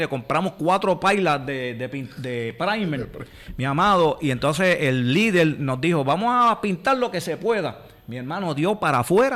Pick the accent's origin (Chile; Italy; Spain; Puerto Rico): Puerto Rico; boricuas cuando llevamos allá. No por las ayudas, sino porque como somos hermanos.